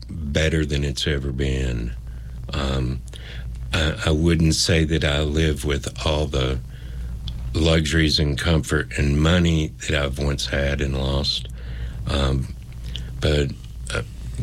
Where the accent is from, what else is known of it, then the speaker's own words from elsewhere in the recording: Kingsport, Tennessee, United States; I grew up in Kingsport, Tennessee. I left and got a job, went to college and all that for several years, and ended up coming back, kind of like a full circle.